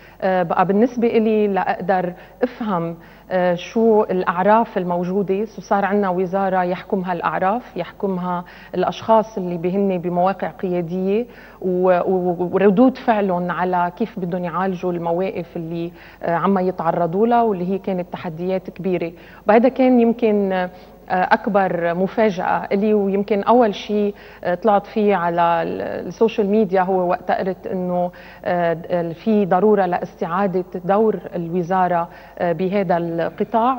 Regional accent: Tripoli, North Governorate, Lebanon; born there; انا كبرت بقلب هيدي العائلة. وقت بتكوني بطرابلس

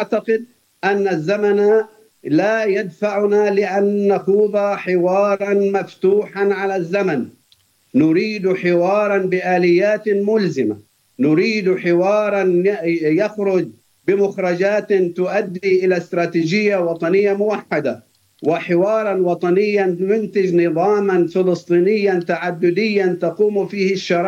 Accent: Palestine; كفلسطينيين

